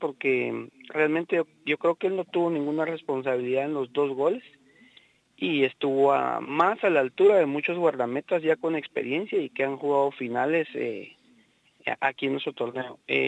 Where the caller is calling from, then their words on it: Guatemala City, Guatemala Department, Guatemala; de Zona 16